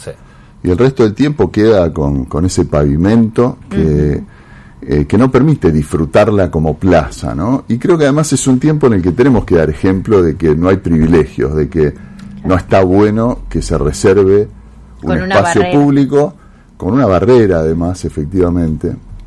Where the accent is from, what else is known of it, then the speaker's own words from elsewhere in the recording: Santa Fe, Argentina; como santafesino nacido y criado en esta ciudad